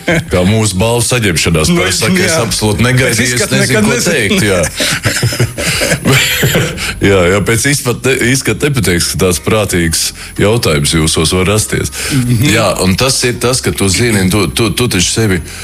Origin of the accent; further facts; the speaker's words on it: Latgale, Latvia; Jā, nu, es jau tā esmu pa pusē latgalietis, no tā pusē esmu latgalietis, un tāpēc man ļoti patīk dzidra, skaidra un tiešām tāda latgaliešu valoda, kādu es esmu dzirdējis bērnībā un kādu es pats runāju.